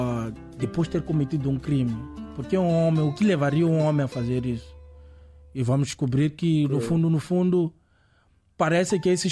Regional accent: Mozambique; nós como moçambicanos

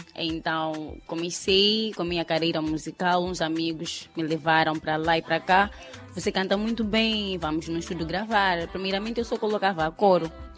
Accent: Tete, Mozambique; Pois bem, eu sou da cidade de Tete. Nasci cá em Tete, no bairro Mateus Sanz Almutemba.

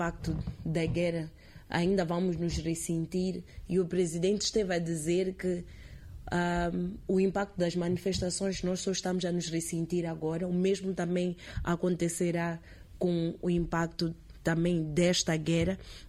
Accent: Mozambique; nós, como moçambicanos

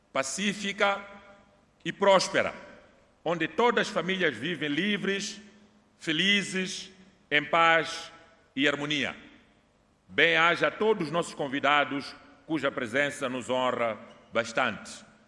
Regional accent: Mozambique

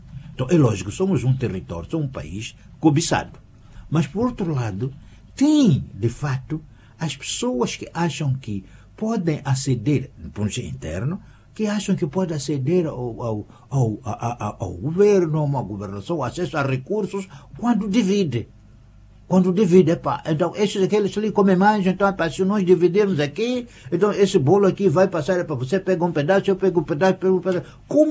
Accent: Inhambane, Mozambique; first language Tswa; Portuguese is a second language; eu sou de Inhambane, sou falo Xitsua, eu sou misto de Bitonga e Matua, sim senhora, eu pertenço àquela, mas acontece que eu pertenço a um mundo maior.

